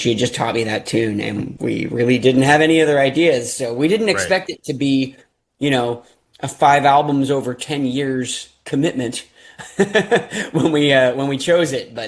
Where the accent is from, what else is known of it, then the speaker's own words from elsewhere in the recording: Ontario, Canada; now in United States; I'm originally from Canada, from outside of Toronto. And when I moved, when I first came down to Pennsylvania to hang out with Rose